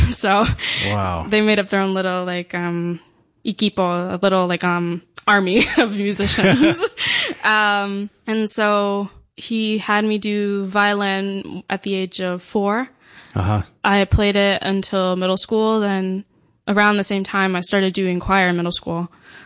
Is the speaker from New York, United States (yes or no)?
yes; New York, United States; born there; Well, not perfectly. I'm Venezuelan on both sides, but I was born in New York. So my parents immigrated here in the 90s because my dad was going to conservatory for viola.